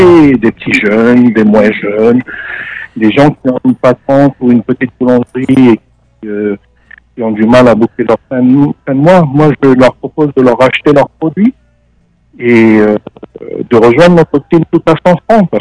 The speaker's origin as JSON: {"language": "French", "country": "New Caledonia", "tie": "born there", "said": "Enfin, je suis calédonien de naissance, mais ayant voyagé un peu partout, à Tahiti, etc."}